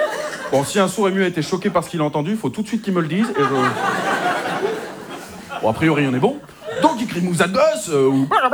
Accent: Hauts-de-France, France; Je sais pas, moi je suis du Nord-Pas-de-Calais, on fait pas ça chez vous, je ne sais pas.

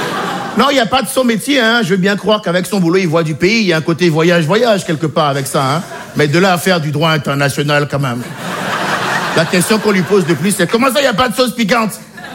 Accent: Benin; born or raised there

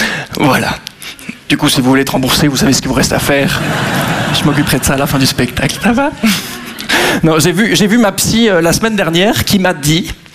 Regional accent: Belgium; je suis belge.

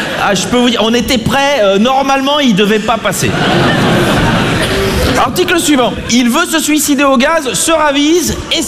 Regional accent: Belgium; je viens de Belgique.

